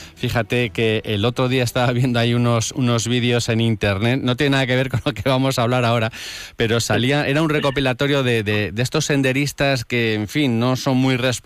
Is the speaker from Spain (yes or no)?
yes; León, Castile and León, Spain; Los que somos de aquí de León